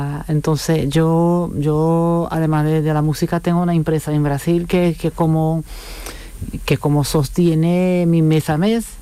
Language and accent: Spanish; Chipiona, Andalusia, Spain; also born or lived in Brazil; Pues de Chipiona.